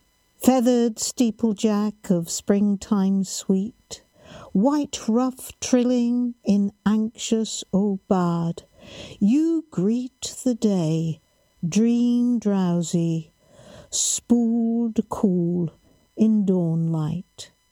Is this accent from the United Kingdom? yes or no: yes; South West England, United Kingdom; from South Devon.